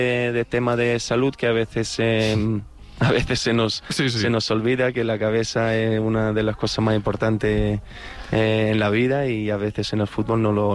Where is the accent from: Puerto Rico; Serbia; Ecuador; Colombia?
Serbia; born there; Spanish is a second language; also born or lived in Netherlands; el serbio como nací en Serbia, el alemán que lo aprendí en el colegio en Holanda